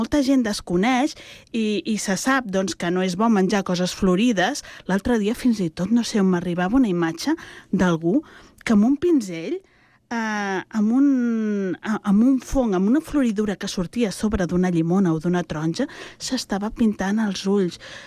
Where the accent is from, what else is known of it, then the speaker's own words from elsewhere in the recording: Montcada i Reixac, Catalonia, Spain; jo de petita vivia a Montcada